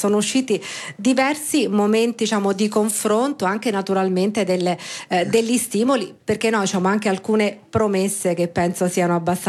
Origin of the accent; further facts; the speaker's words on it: Italy; accent: accent from below the Gothic Line; non con la cadenza che abbiamo noi qui sotto la linea gotica